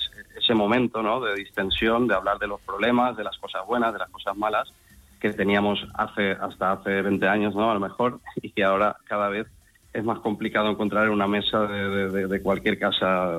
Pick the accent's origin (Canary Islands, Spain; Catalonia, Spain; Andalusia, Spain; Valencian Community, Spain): Valencian Community, Spain; Valencia